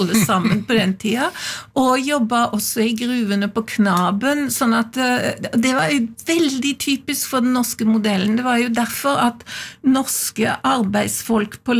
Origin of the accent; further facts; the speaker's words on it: Farsund, Agder, Norway; born there; Jeg er født i Farsund, på Lista, men der har jeg jo aldri bodd.